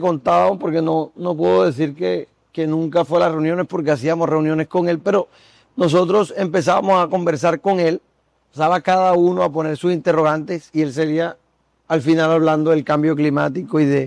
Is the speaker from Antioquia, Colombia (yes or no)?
no; Magangué, Bolívar, Colombia; also born or lived in Bogotá; yo nací en Magangué. Uh-huh. Magangué es el pueblo de mis amores. Yo nací allá, crecí allá, estudié allá, crecí siendo amigo de los mototaxistas